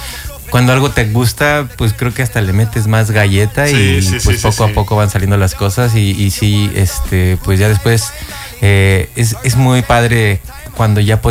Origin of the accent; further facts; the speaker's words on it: Mexico City, Mexico; now in Cancún, Mexico; porque yo soy de la Ciudad de México.